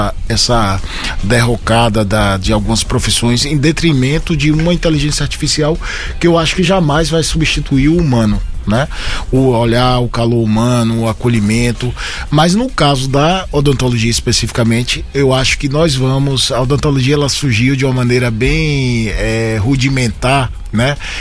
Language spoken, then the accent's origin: Portuguese; Rui Barbosa, Bahia, Brazil; born there; Sou de Rui Barbosa, sim. Nasci em Rui Barbosa.